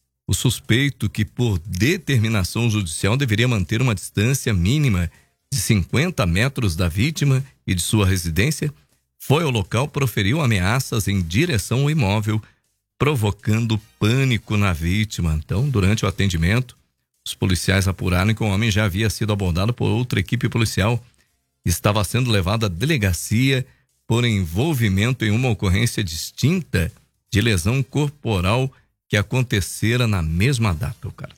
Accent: Telêmaco Borba, Paraná, Brazil; also born or lived in Lagoa; quando eu vim lá de Lagoa, aqui para Telêmaco, né? A família se mudou para cá, eu tinha justamente essa idade, né?

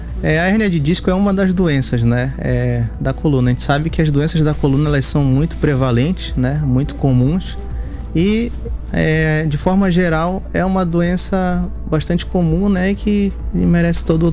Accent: Amapá, Brazil; Sou amapaense.

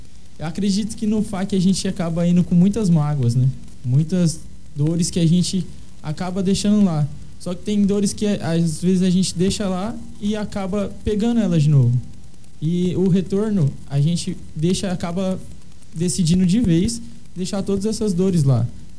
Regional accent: Dourados, Mato Grosso do Sul, Brazil; Sou de Dourados

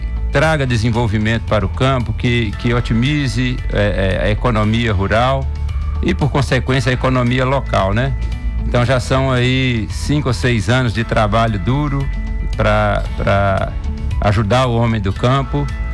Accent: Nova Era, Minas Gerais, Brazil; born there; Sou de Nova Era, sim, e estou trabalhando lá desde 2010. Sou nascido lá, saí para estudar, voltei.

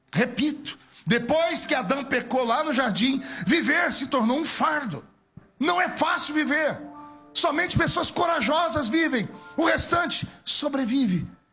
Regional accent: Brazil; born there; moved away; Eu vim lá da Vila Tatu. E lá na Vila Tatu, eu ia numa igrejinha pequena.

